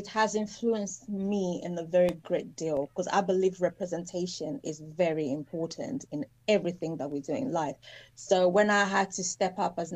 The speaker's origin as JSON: {"language": "English", "country": "DR Congo", "tie": "born or raised there", "moved": "yes", "lives_now": "United Kingdom", "said": "growing up in Congo, because I was born in Congo, and then my parents came into the UK as asylum."}